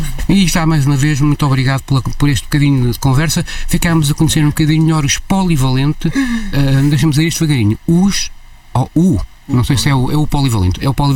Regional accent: Coimbra, Portugal; porque sou de Coimbra e o quarto hora académico não percebo.

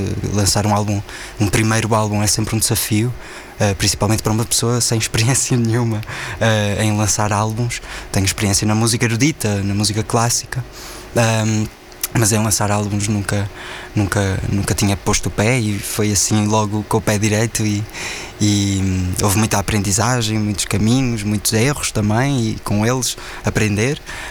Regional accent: Fundão, Centro, Portugal; moved away; Eu sou do Fundão, ela é de Ourém, somos de sítios muito pequeninos

